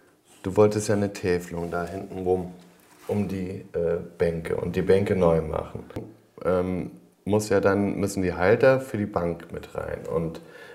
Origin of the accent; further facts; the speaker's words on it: Eifel, Germany; moved away; Ich bin im Dorf in der Eifel groß geworden